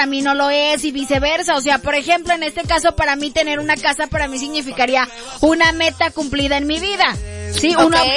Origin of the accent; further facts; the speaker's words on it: Mexico; ¿por qué saben que soy mexicana?